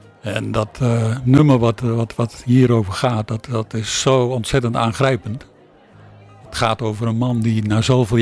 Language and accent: Dutch; Kampen, Overijssel, Netherlands; moved away; Ik kom oorspronkelijk uit Kampen.